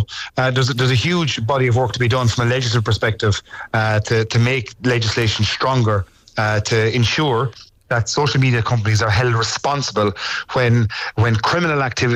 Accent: Ireland; as an Irish government and as an Irish people

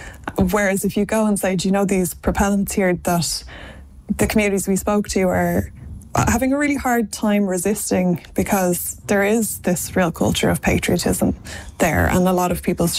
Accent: Ireland; we're from Ireland

